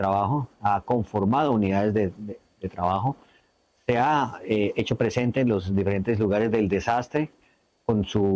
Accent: Colombia; ver lo que está pasando en mi país. Sin embargo, los colombianos somos muy resilientes

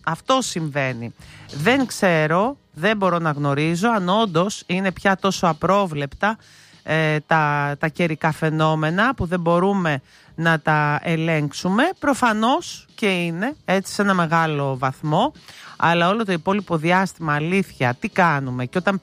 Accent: Palairos, West Greece, Greece; στο χωριό μου, στην Πάλερο

